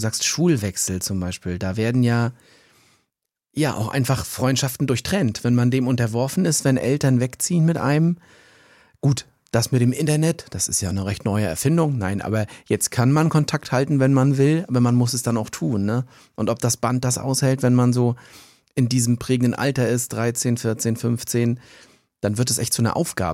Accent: Rostock, Mecklenburg-Vorpommern, Germany; born or raised there

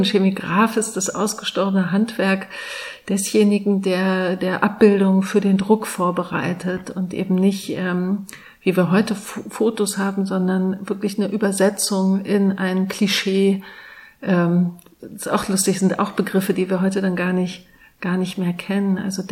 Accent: Greifswald, Mecklenburg-Vorpommern, Germany; moved away as an adult; now in Berlin, Germany; Meine Eltern wohnen immer noch in der Nähe von Greifswald und ich bin selbst in Greifswald zur Schule gegangen und auch dort geboren, aber ich habe nie dort gelebt.

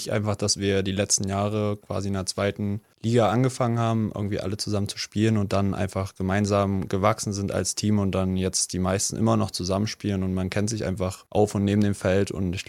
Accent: Saxony-Anhalt, Germany; Ich komme ursprünglich aus Sachsen-Anhalt.

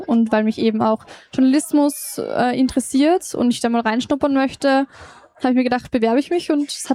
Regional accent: Austria; Also ich komme aus Österreich, habe Matura dort gemacht

